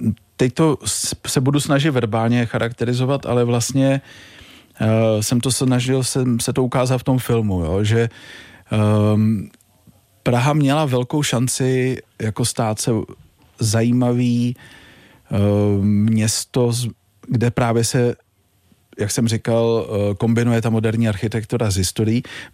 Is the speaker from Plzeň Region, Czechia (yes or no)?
no; Prague, Czechia; já jsem jako Pražák, narodil jsem se v Praze, Prahu.